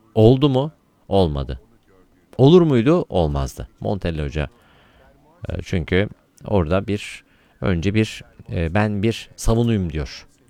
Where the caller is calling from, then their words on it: Istanbul, Turkey; Abi merhaba … İstanbul'dan.